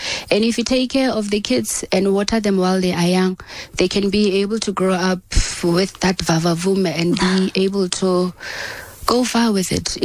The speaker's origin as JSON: {"language": "English", "town": "Bloemfontein", "region": "Free State", "country": "South Africa", "first_language": "Sesotho", "second_language": "English", "moved": "as an adult", "lives_now": "Tweefontein, South Africa", "said": "I'm actually from Bloemfontein, meaning I'm from Free State."}